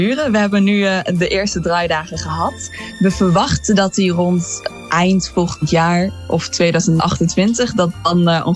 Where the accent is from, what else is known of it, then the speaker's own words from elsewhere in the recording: Almelo, Overijssel, Netherlands; Ik kom uit Almelo